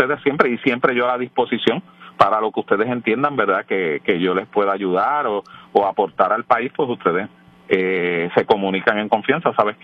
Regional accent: San Sebastián, Puerto Rico; Yo soy de San Sebastián de Las Vegas del Pepino.

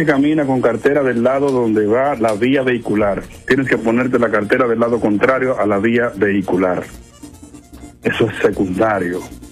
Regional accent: Dominican Republic; also born or lived in Japan; Soy dominicano, graduado en Japón

